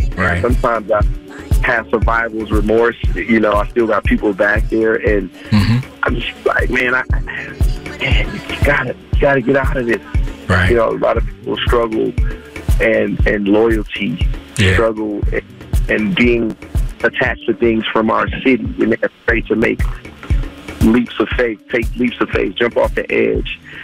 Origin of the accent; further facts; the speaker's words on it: Milwaukee, Wisconsin, United States; Milwaukee is an incredible place. You know, it's, you know, known for building amazing people.